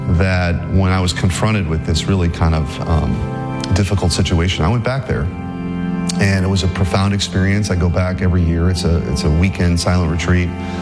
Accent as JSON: {"language": "English", "town": "St. Louis", "region": "Missouri", "country": "United States", "tie": "born or raised there", "said": "I grew up in St. Louis, which is a very Catholic town, and has been referred to as the Rome of the West because per capita, very Catholic."}